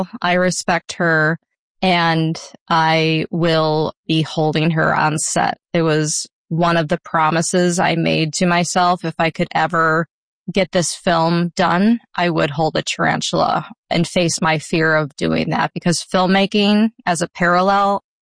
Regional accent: New York, United States; I grew up outside of Buffalo, New York, deep in the woods.

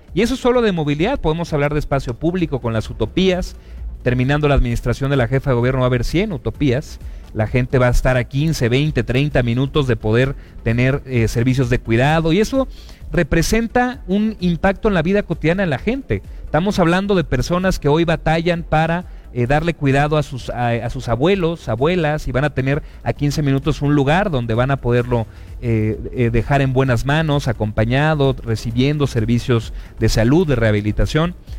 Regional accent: Mexico City, Mexico; yo soy de Coyoacán

